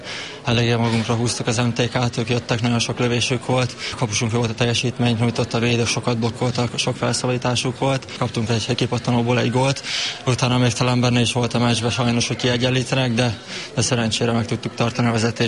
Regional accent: Paks, Tolna, Hungary; Paksi srác vagyok, szóval én itt is nevelkedtem, számomra ez egy nagyon meghatározó életszakasz volt.

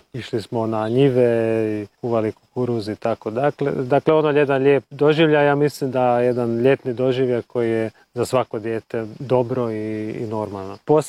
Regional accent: Pécs, Baranya, Hungary; ja sam rođen u Pećuju, odrastao sam u Pećuju, ali uvijek sam bio povezan sa Salantom jer mama je odavdje, cijela obitelj njena.

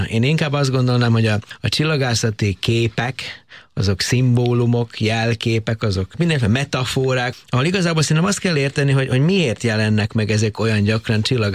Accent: Horgoš, Vojvodina, Serbia; annyi horgos faluban nőttem föl, ugye Jugoszláviának hívták akkor még azt az országot

